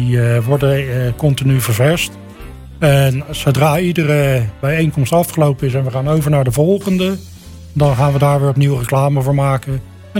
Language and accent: Dutch; Leiden, South Holland, Netherlands; born or raised there